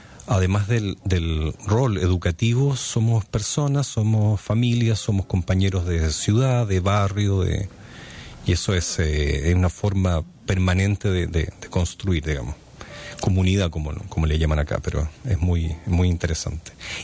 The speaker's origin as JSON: {"language": "Spanish", "country": "Chile", "said": "Y después el 18 de septiembre, en donde es una fecha que nosotros como chilenos tenemos el desafío de hacerla un poco más visible también"}